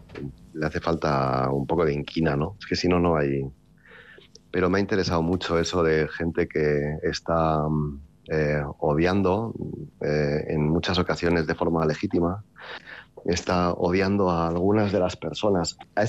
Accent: Portugalete, Basque Country, Spain; yo nací en Portugalete, nací en una casa de Portugalete, no nací en una clínica

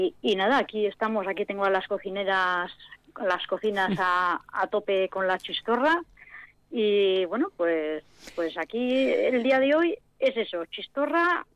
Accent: Vitoria, Basque Country, Spain; born there; Bueno, yo soy nacida en aquí en Vitoria, porque sí, la que es Navarra es mi madre. Lo que pasa es que nosotros vamos mucho a Navarra

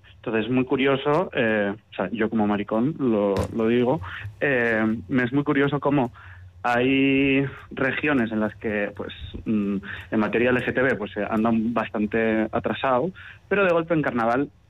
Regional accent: Pamplona, Navarre, Spain; hacer cosas desde La Rochapea

